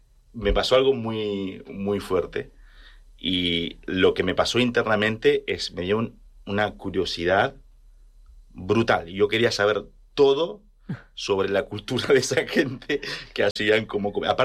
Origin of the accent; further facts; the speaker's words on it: Argentina; moved away as an adult; now in Tarragona, Spain; Y yo soy del campo de Argentina